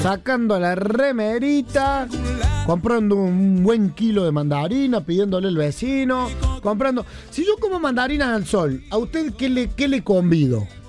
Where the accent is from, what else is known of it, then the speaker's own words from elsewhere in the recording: Argentina; Soy argentino como la locura.